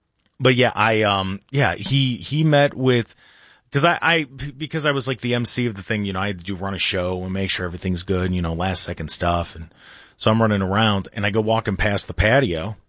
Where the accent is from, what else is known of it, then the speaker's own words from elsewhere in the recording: United States; obviously, I'm from Medina County.